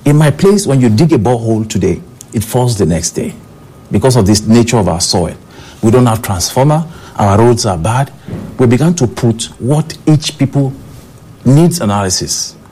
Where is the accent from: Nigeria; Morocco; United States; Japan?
Nigeria; born or raised there